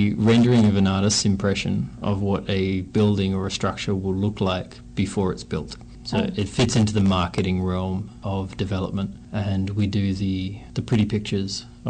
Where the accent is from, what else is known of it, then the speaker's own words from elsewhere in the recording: Australia; moved away as an adult; now in Okanagan, Canada; I'm originally from Australia.